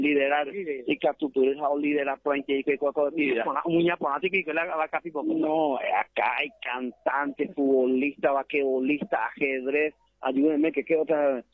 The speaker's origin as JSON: {"language": "Spanish", "country": "Paraguay", "said": "nuestros padres, nuestros abuelos son guaraní hablantes, nosotros mismos, ¿sabe? Yo soy de la campaña, yo soy de Colonia 14 de Mayo, el fondo de Capillita"}